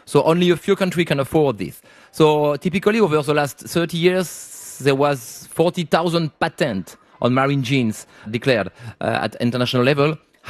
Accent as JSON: {"language": "English", "country": "France", "said": "I come from France, and I was in Civit. I come from France."}